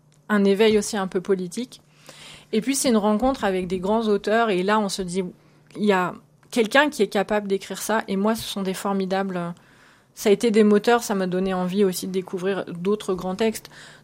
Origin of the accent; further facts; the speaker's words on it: Niort, Nouvelle-Aquitaine, France; born there; Je suis née à Niort